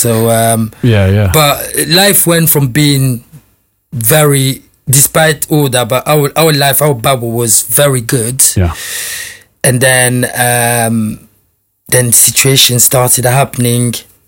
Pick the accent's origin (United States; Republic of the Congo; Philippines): Republic of the Congo; Brazzaville; also born or lived in France; I was born in 81 in France, and you know, lived a bit of my life there, then then my parents then moved to Africa, to the Republic of Congo, Brazzaville, where basically I would describe it as the best time of my life